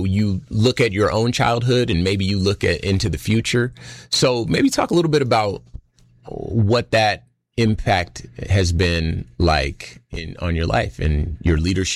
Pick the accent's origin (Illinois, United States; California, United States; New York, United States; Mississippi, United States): California, United States; Compton; So I'm from Compton, California, right? My mom was on dope. My dad was on dope.